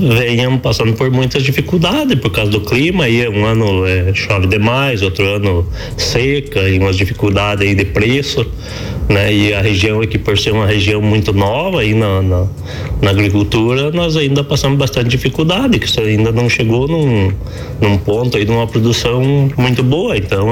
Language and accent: Portuguese; Paraná, Brazil; moved away as an adult; now in Coxilha Rica, Brazil; eu sou natural lá do Paraná. E venho de uma família que já são todos produtores há muitos anos. E o meu avô já era agricultor.